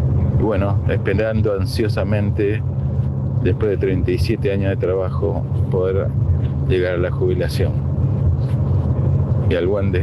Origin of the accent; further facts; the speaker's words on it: Posadas, Misiones, Argentina; now in La Plata, Argentina; 35 años. Tengo el corazoncito, como siempre, en Misiones. En Posadas, mi ciudad natal